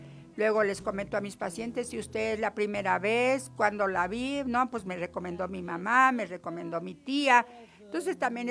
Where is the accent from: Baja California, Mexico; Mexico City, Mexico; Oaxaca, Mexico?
Oaxaca, Mexico; Recuerde, vengo de la ciudad de Oaxaca, no vivo en la ciudad de Tlaxiaco, vengo de Oaxaca.